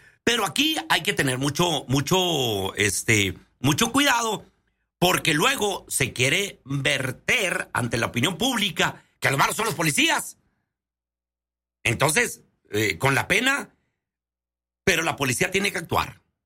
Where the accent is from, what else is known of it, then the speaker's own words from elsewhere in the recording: Camargo, Chihuahua, Mexico; born there; los que nacimos en Camargo